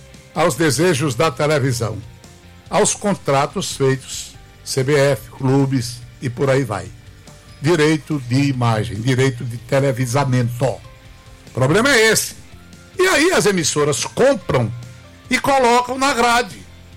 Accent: Crato, Ceará, Brazil; moved away; Quando aqui cheguei, como cearense

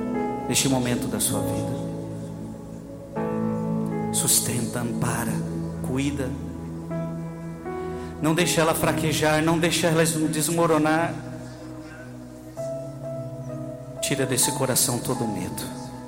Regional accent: São Paulo, Brazil; Vocês sabem que eu sou paulista, mas no sangue aqui tem nordestino, né, da mamãe

